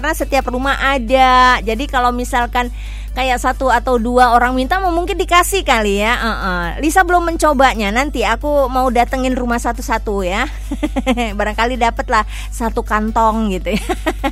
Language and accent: Indonesian; Palembang, South Sumatra, Indonesia; moved away; saya, orang Palembang asli